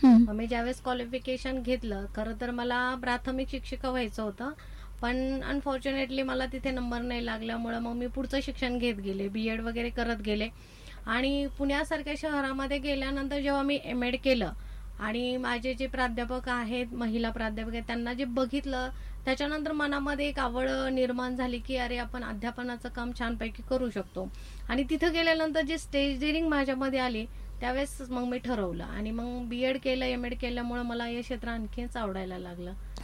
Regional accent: Pathardi, Maharashtra, India; आता मी पाथर्डी तालुक्यातले, तो भाग खरं तर खूपच दुष्काळी, म्हणजे पाण्याच्या दृष्टीने खूप हालाकीचे दिवस तिथे निघतात.

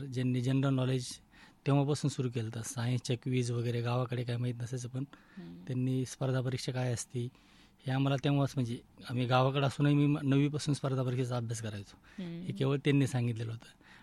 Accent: Chichondi Patil, Maharashtra, India; मी नगर जिल्ह्यातील नगर तालुक्यातील चिचोंडे पाटील, नगरपासून जामखेडवर 20 किलोमीटर गावी चिचोंडे पाटील गावचं आहे मी रहिवासी।

